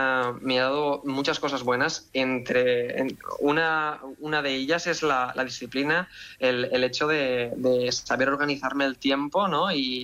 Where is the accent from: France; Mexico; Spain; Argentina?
Spain; Tavernes de la Valldigna, Valencian Community; yo todo lo que escribía estaba ambientado en Tabernas de la Valldigna, mi pueblo de Valencia